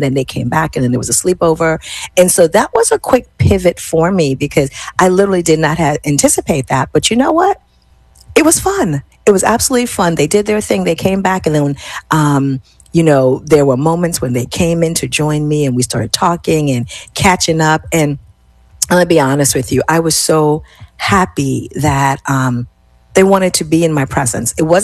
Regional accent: Jamaica; As a Jamaican

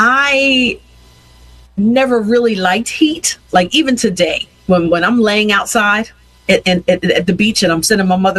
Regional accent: Yeadon, Pennsylvania, United States; Being born and raised in Yaden, I more did things out here where I live instead of going into the city.

